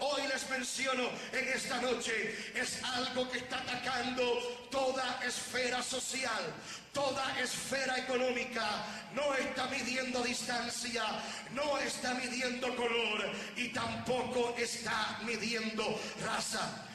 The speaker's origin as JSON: {"language": "Spanish", "country": "Puerto Rico", "said": "En mi país de Puerto Rico, un país de 4 millones de habitantes"}